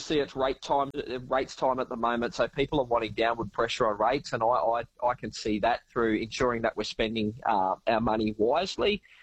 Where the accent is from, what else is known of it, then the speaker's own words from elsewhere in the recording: Queensland, Australia; Look, I grew up in Division 1, growing up at Tamala, finished off primary school at Rolling Stone State School and then graduated high school at St. Anthony's in Jensen Derrigan there. So I really love our community.